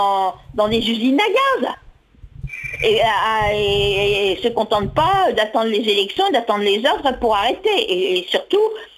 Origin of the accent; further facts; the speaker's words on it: France; moved away; C'est dans mon village natal que ça se passe.